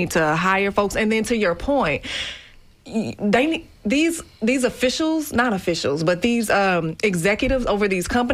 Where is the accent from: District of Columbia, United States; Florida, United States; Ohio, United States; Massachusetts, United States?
Florida, United States; You know I'm from Duval.